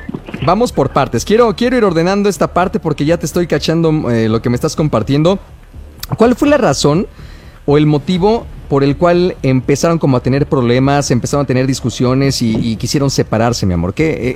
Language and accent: Spanish; Cuernavaca, Morelos, Mexico; Yo también soy de Cuernavaca, Morelos.